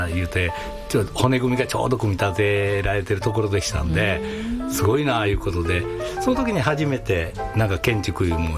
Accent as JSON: {"language": "Japanese", "region": "Osaka", "country": "Japan", "tie": "born there", "said": "僕大阪で生まれてるんですけれども、はい、両親が淡路島の海辺の出身なんですね。"}